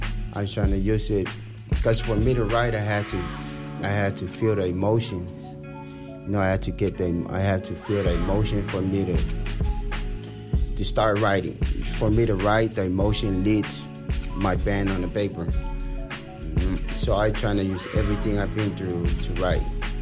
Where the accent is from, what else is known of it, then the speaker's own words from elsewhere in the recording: Samoa; now in Alaska, United States; I'm originally from Samoa. I was born and raised.